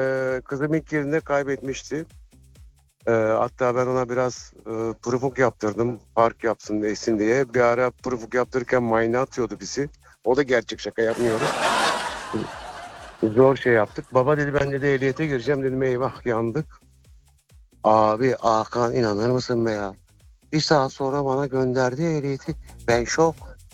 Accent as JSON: {"language": "Turkish", "region": "Thrace", "country": "Turkey", "said": "Abi ben Trakyalıyım ben ya."}